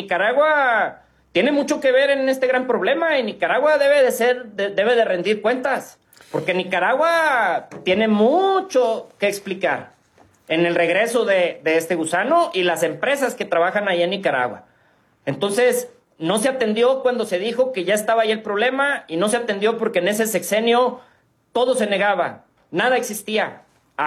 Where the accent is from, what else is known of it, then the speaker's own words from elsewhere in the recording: Mexico; Es una vergüenza que como mexicanos no hayamos podido ponernos en las circunstancias que nos permitan tener una mayor competitividad